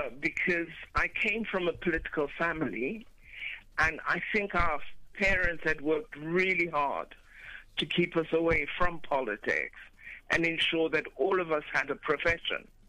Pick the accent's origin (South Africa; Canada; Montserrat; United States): South Africa; moved away as an adult; also born or lived in London / Botswana; having an awareness of my identity as a South African who was not living at home